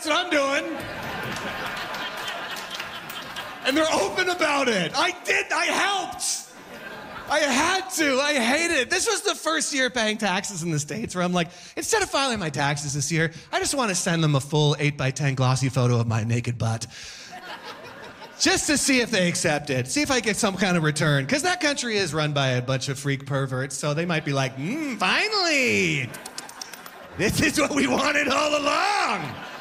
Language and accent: English; Canada; now in Los Angeles, United States; I'm very happy to be back in Canada. I am Canadian. I live in Los Angeles now.